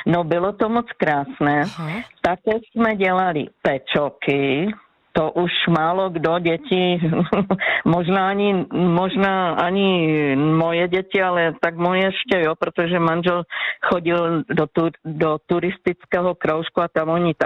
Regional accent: Ostrava, Moravian-Silesian Region, Czechia; dětství jsem trávila kousek v Ostravě, Zábřeh je tady jako Ostrava Zábřeh a dětství v Ostravě jedna.

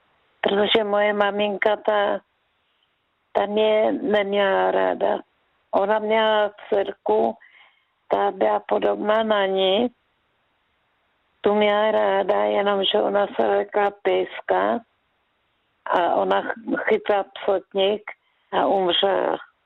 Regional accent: Velké Karlovice, Zlín Region, Czechia; born there; kdy jsem měla tetice do Velké Karlovic, kde je moje rodiště.

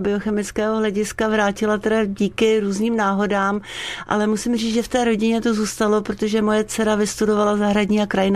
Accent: Prague, Czechia; narodila jsem se v Praze, jsem Pražák tělem i duší, v Praze jsem byla i vzdělávána

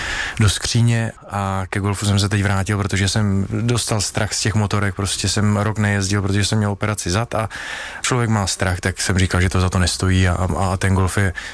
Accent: České Budějovice, South Bohemian Region, Czechia; já jsem se učil německy odmala, protože jsem vyrůstal v Českých Budějovicích a to bylo blíž k tomu Rakousku

